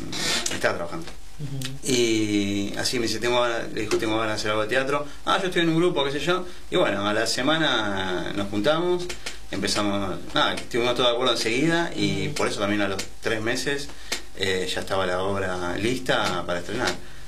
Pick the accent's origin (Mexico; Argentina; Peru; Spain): Argentina; Buenos Aires; now in Quilmes, Argentina; yo no soy originario de Quilmes y hace 20 años que vivo acá. Uh-huh. Pero vengo de Saavedra y estudié en un colegio que es en el Roca, en Belgrano.